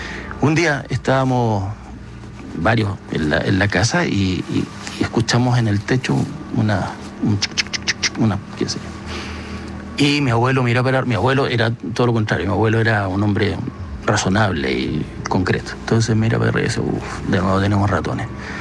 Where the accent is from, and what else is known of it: Magallanes and Chilean Antarctica, Chile